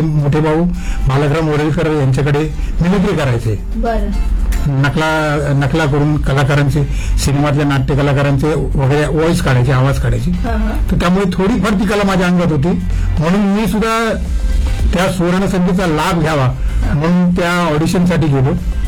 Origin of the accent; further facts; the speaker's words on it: Mumbai, Maharashtra, India; मी आधी मुंबईत राहायचो. Okay. वरील कोळीवाडा हे माझं गाव आणि कोळीवाडा म्हटलं की संपूर्ण कोळ्यांचं गाव आहे ते.